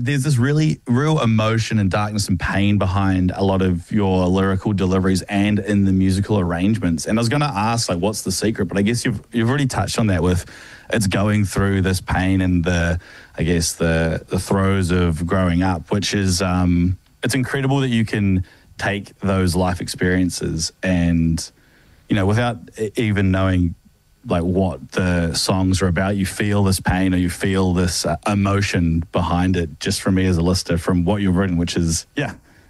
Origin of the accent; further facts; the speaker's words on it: Dunedin, Otago, New Zealand; growing up in Dunedin